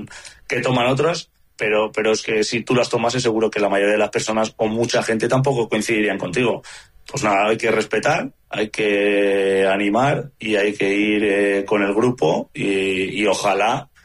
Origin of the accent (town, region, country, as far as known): Spain